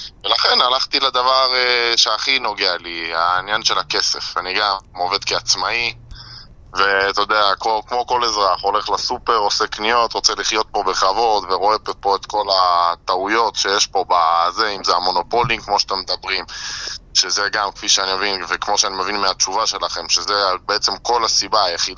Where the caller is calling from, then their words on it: Jerusalem, Jerusalem District, Israel; אני מירושלים, אני אומנם חרדי